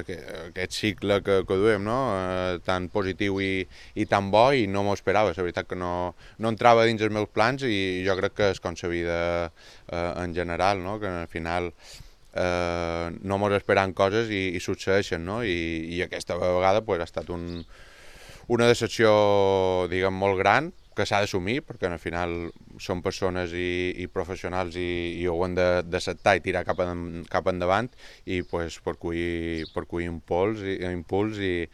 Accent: Mallorca, Balearic Islands, Spain; Com a mallorquí i mallorquinista

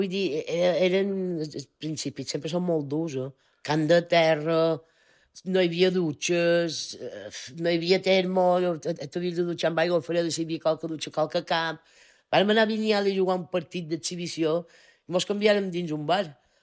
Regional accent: Bunyola, Balearic Islands, Spain; Jo som molt de Bunyola.

